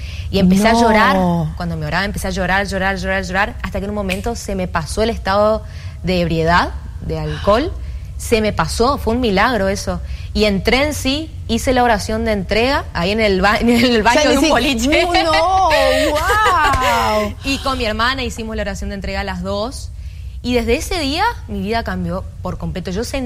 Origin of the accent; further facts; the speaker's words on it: Santa Fe, Argentina; Bueno, yo soy de Argentina, soy de una provincia que se llama Santa Fe, nací allá. Y bueno, tengo 28 años actualmente.